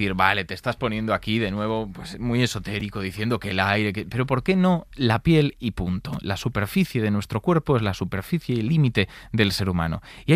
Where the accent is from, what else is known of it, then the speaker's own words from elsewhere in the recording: Galicia, Spain; Yo es que soy gallego, ¿eh?